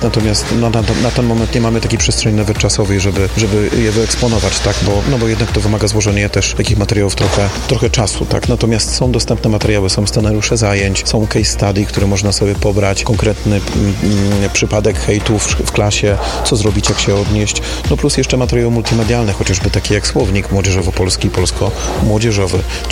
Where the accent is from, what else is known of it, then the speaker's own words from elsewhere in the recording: Radom, Masovian Voivodeship, Poland; Chociażby mem z mojego rodzinnego miasta, mem chytrej baby z Radomia.